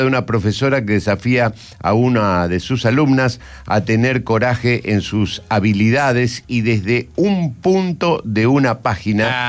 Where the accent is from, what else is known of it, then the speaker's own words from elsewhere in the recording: Argentina; cuando subís a los taxis y te notan que vos sos argentino, y te dicen, ah, usted es argentino